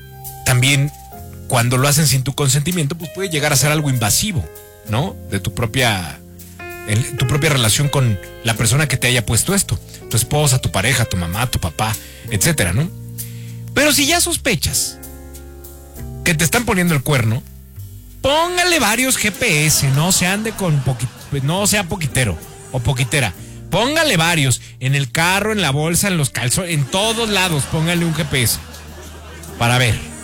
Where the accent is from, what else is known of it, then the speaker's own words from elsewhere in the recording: Mexico; vivimos en un país